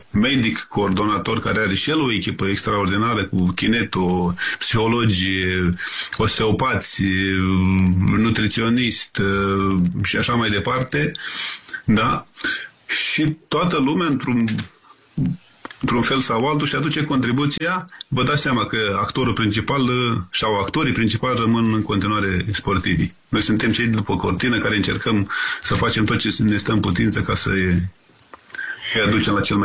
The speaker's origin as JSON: {"language": "Romanian", "country": "Romania", "said": "suntem români"}